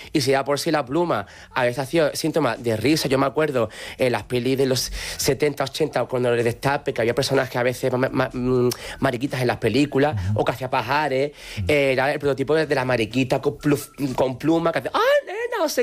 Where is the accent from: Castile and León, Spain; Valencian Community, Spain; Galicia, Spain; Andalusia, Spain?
Andalusia, Spain; Siendo andaluz no me gusta.